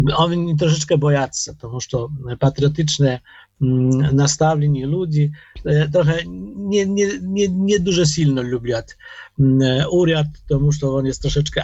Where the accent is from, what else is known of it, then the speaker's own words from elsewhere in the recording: Poland; Ja jako Polak, prawda?